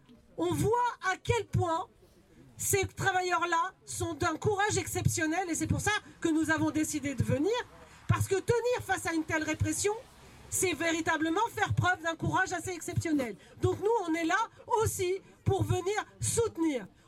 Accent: Melun, Île-de-France, France; je suis organisée aussi en tant que travailleuse à Solidaire, mais dans le 77, je viens de Melun

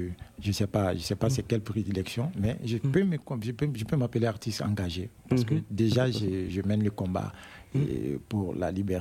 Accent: Burkina Faso; chez nous, chez moi au Burkina Faso

